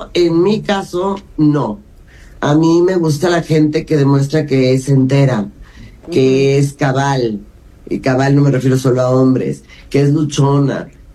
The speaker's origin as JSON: {"language": "Spanish", "town": "Popotla", "region": "Mexico City", "country": "Mexico", "tie": "born or raised there", "also_born_or_lived": "Brazil", "said": "cuando llegamos de Brasil, que se murió mi papá, nos fuimos a vivir a una vecindad, a Clavería, que está al lado de Azcapotzalco, donde hice la preparatoria, crecí en Popotla"}